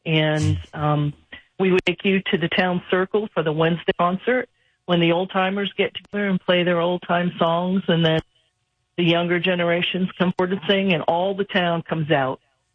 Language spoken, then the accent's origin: English; Lancaster, New Hampshire, United States; I was born and raised in Lancaster, New Hampshire, 45 minutes from the Canadian border